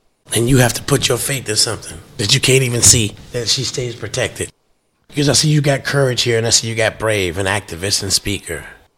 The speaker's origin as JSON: {"language": "English", "region": "the South", "country": "United States", "tie": "born or raised there", "said": "But as a kid, I mean, growing up in the South in them days, listen, they didn't care if you were male or female."}